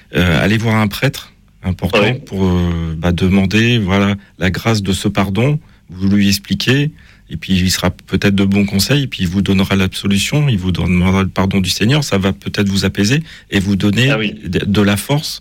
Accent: Brittany, France; Je suis breton.

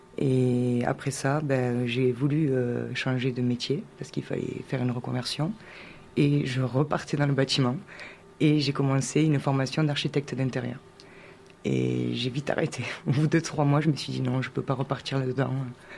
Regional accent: Occitanie, France; born or raised there

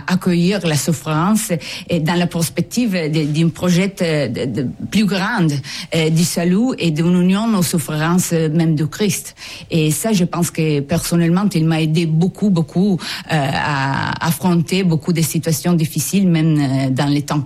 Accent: Italy; French is a second language; Oui, je suis italienne.

